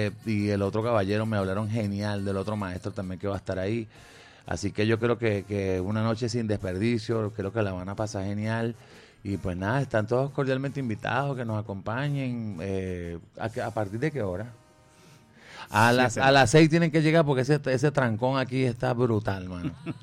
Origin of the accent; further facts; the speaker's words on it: Venezuela; nosotros como venezolanos.